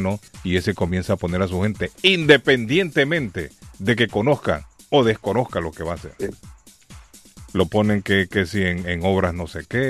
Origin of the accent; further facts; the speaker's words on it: Honduras; moved away; Pero en mi país, en Honduras